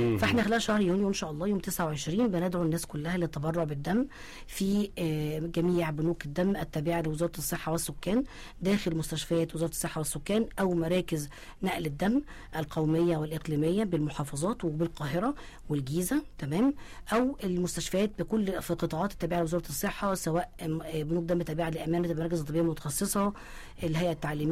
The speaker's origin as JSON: {"language": "Arabic", "country": "Egypt", "said": "احنا شعب مصري"}